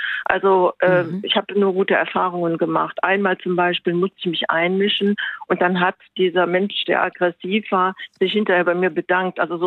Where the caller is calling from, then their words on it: Mönchengladbach, North Rhine-Westphalia, Germany; Ich komme aus Mönchengladbach